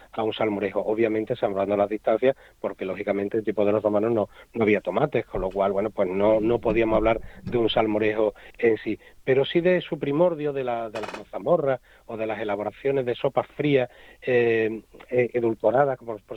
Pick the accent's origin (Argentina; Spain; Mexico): Spain; Córdoba, Andalusia